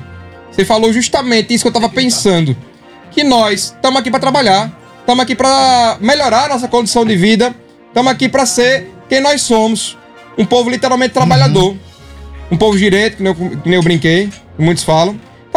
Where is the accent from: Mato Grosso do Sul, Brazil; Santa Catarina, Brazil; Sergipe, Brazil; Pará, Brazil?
Sergipe, Brazil; Itabaiana; Porque lá foi onde eu nasci, lá onde eu me criei.